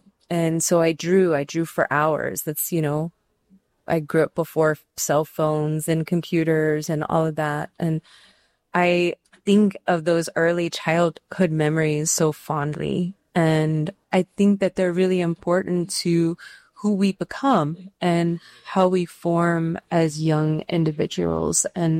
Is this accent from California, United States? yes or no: yes; Redondo Beach, California, United States; born there; I was born in Redondo Beach in Los Angeles to interracial parents.